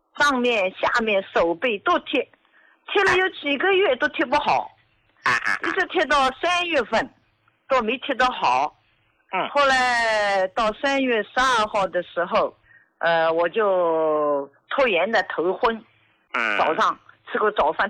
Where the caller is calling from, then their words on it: Jiangsu, China; 我是江苏的。